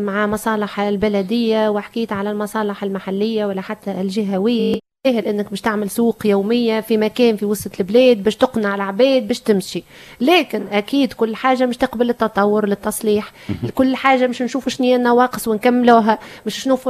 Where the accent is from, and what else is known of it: Béja, Tunisia; born there